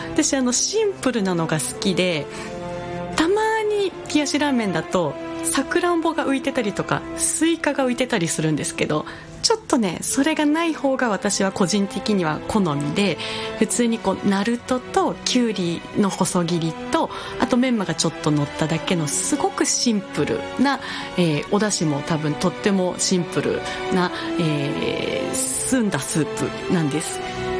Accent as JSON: {"language": "Japanese", "town": "Yamanobe", "region": "Yamagata", "country": "Japan", "tie": "born there", "said": "私の本当に生まれたところ山野辺町"}